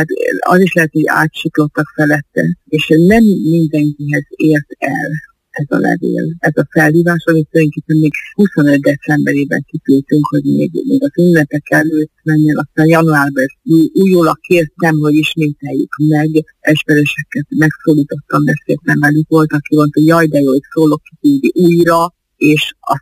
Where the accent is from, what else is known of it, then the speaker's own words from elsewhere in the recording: Tiszáninnen, Hungary; gyerekkoromban ugye Tiszán innen is vagyok, és ott a parókián ott volt az édesapám szobájában az egyházláda.